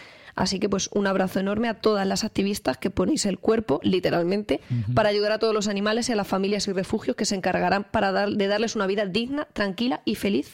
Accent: Castilla-La Mancha, Spain; Mi pueblo que está cerquita, a una hora de Toledo

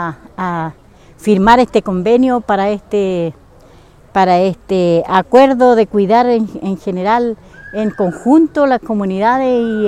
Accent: Reigolil, Araucanía, Chile; soy de Reigolil

